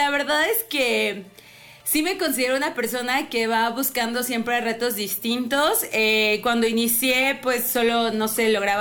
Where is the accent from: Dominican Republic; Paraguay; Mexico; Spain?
Mexico; Tehuacán, Puebla; yo tengo 37 años, soy de aquí de Tehuacán